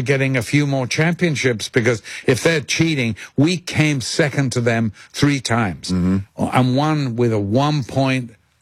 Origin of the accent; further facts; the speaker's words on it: Liverpool, North West England, United Kingdom; I'm from Liverpool.